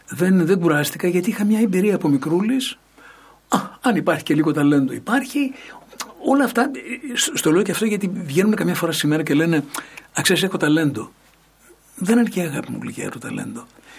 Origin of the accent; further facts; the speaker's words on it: Greece; εμείς σαν Έλληνες